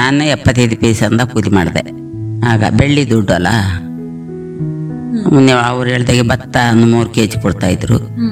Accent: Nagarahole, Karnataka, India; ನಮ್ದು ಊರು ನಾಗರಹೊಳೆ ಗೋಣಿಗದ್ದೆ, ನಮ್ಮ ಊರು ಅರೆಸ್ಟ್ ಒಳಗಡೆ.

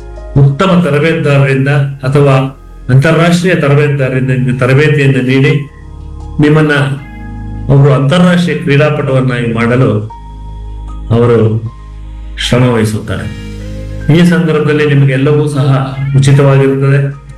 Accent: Gundlupet, Karnataka, India; ನಾನು ಒಂದು ಸಣ್ಣ ತಾಲೂಕಿನಲ್ಲಿ ಗುಂಡುಪೇಟೆ ಅಂತ ಕೇಳಿರ್ಬೋದು, ಅಲ್ಲಿ ನಾನು ಹುಟ್ಟಿ ಬೆಳೆದವನು.

